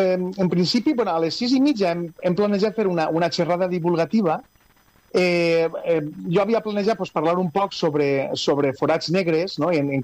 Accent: Alfarrasí, Valencian Community, Spain; Ah, per a mi és tot un orgull i tot un honor estar en el meu poble i tindre l'oportunitat de compartir la meva passió per les estrelles amb els veïns del meu poble.

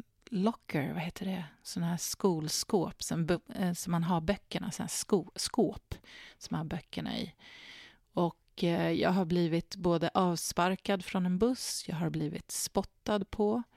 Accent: Gustavsberg, Stockholm County, Sweden; born there

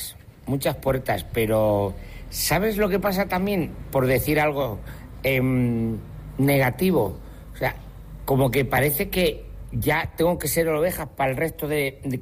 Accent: El Bonillo, Castilla-La Mancha, Spain; Claro, nací en el Bonillo, manchego, por eso digo que encima me siento como en casa, en un pueblo de estos, de que la gente es como yo me he criado de toda la vida, son gente de pueblo

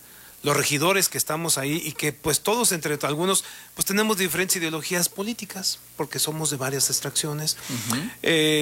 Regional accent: Michoacán, Mexico; nosotros mismos que somos aquí de Michoacán

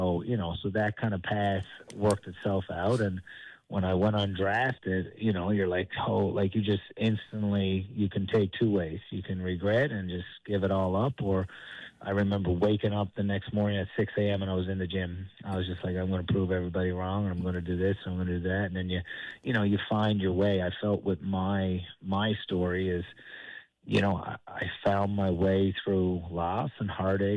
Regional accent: Newfoundland and Labrador, Canada; it came from growing up in Newfoundland, and, you know, you're from a real small town where you trust everybody around you.

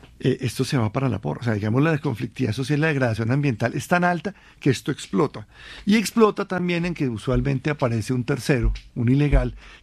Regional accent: Colombia; Si nosotros como colombianos entendemos e interiorizamos

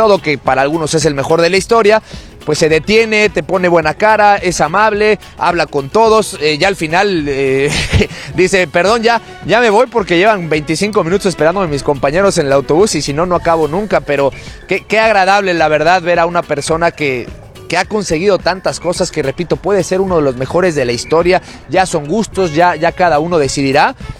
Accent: Mexico; pues soy de México

